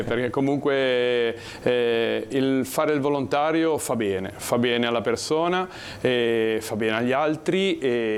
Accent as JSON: {"language": "Italian", "town": "Genoa", "region": "Liguria", "country": "Italy", "said": "da genovese le senti di più perché logicamente ce l'hai in casa."}